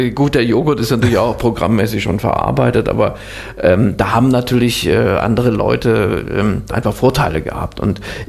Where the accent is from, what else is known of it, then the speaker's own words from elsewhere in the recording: Swabia, Germany; also born or lived in Northern Germany; und dann wurde ich zwar in Norddeutschland geboren, aber bin dann auch sehr schnell nach Schwaben umgezogen. Im Grunde bin ich Schwabe, also auch bis heute, man hört es jetzt nicht mehr so im Dialekt